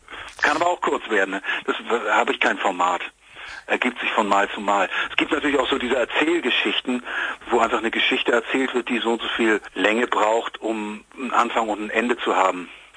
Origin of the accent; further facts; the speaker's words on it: Hamburg, Germany; Und ich meine, ich komme ja aus Hamburg